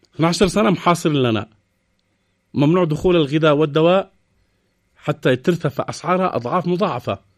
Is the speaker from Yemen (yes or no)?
yes; Yemen